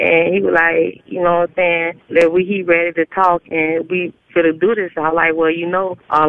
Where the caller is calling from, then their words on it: Fort Lauderdale, Florida, United States; I'm calling from Fort Lauderdale.